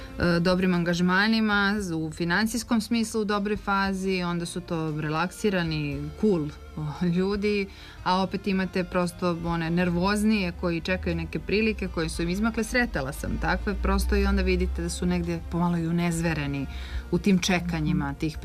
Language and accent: Serbian; Serbia; kad sam rekla … ja sam iz Srbije i tako da.